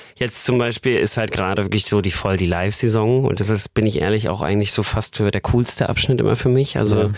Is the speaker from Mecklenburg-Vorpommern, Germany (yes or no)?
yes; Wismar, Mecklenburg-Vorpommern, Germany; in Wismar, wo ich herkomme, beim Schwedenfest sind wir wieder.